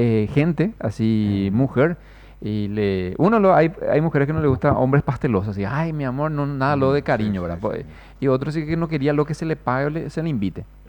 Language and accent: Spanish; Paraguay; Tenemos que recordar nuestra identidad como paraguayo y sentirnos orgullosos.